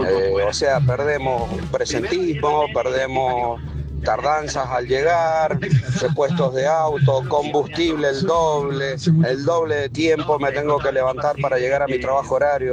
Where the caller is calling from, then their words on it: Palmira, Mendoza, Argentina; de Palmira.